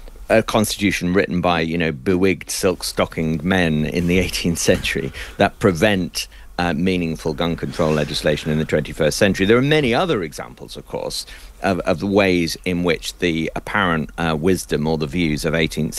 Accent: United Kingdom; we're both British talking about America

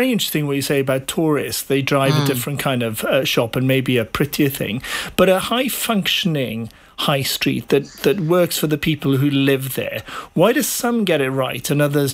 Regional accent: Wales, United Kingdom; I can think of areas in my hometown in South Wales

